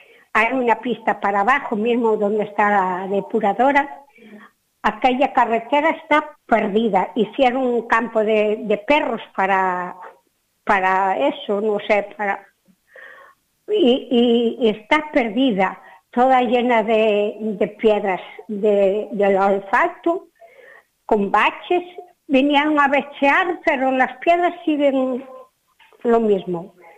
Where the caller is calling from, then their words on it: Pontevedra, Galicia, Spain; Es aquí en Couso Lérez.